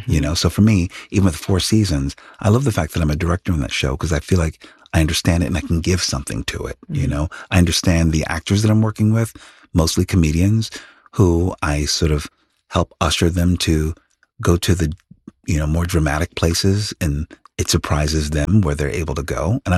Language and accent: English; Philadelphia, Pennsylvania, United States; I come from a very humble place. I come from